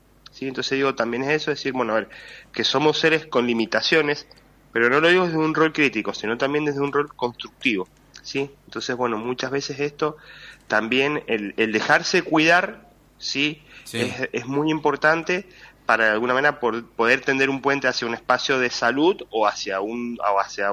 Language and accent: Spanish; Argentina; Porque creo que Messi son de las pocas causas que como argentinos nos unen entre todos, ¿sí?